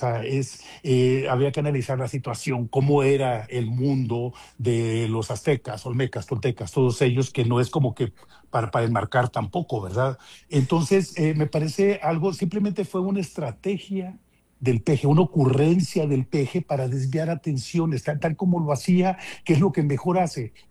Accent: Mexico; a mí como mexicano me da pena que se ponga ese tema

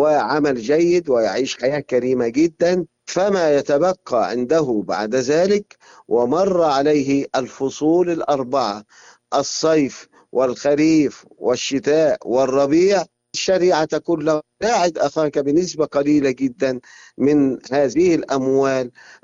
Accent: Egypt; في بلادنا مصر

